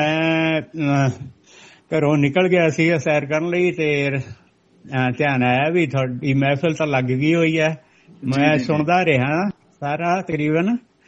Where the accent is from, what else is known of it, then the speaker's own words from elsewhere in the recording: Punjab, India; 1988 ਚ ਫਲੱਡ ਆਏ ਸੀਗੇ ਤੇ ਸਾਡੇ ਪਿੰਡ ਦੇ ਕੋਲੋਂ ਰੋਪੜ ਦੇ ਨੇੜੇ ਬੁਧਕੀ ਨਦੀ ਨਿਕਲਦੀ ਹੈ, ਉਹ ਸਾਰੀ ਟੁੱਟ ਕੇ ਸਾਡੇ ਪਿੰਡ ਵੱਲ ਨੂੰ ਆ ਗਈ